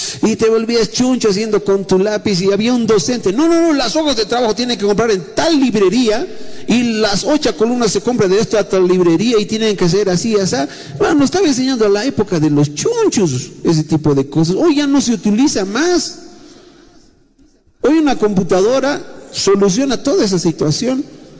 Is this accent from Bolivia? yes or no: yes; Bolivia; nos ha blindado a los bolivianos